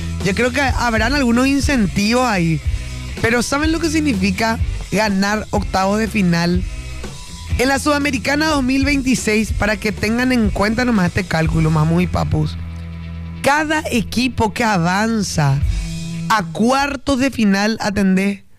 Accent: Paraguay; Vamos a estar los paraguayos.

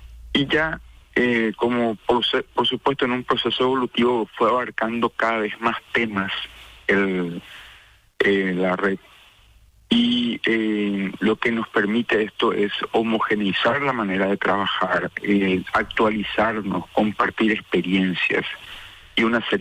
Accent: Paraguay

